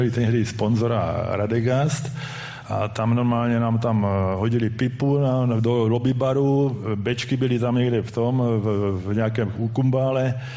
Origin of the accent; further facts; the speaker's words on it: Uherské Hradiště, Zlín Region, Czechia; Poněvadž, jak se říká, jak se všeobecně ví, pocházím z Uherského Hradiště